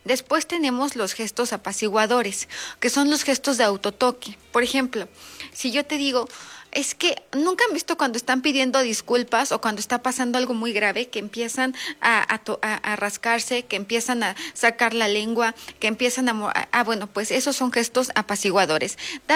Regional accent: Mexico; está dentro de nuestro ADN como mexicanos el temblor

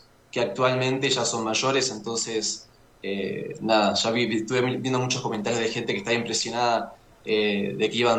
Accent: Uruguay; Empecé en Uruguay, yo soy uruguayo.

